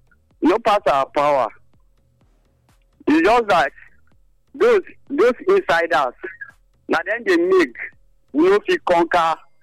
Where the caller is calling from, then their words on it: Nigeria; from Ifobaya